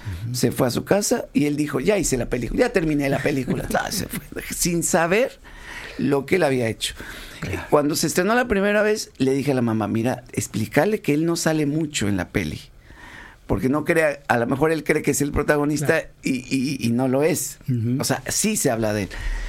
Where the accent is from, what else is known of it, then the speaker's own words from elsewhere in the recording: Mexico; moved away; Yo soy mexicano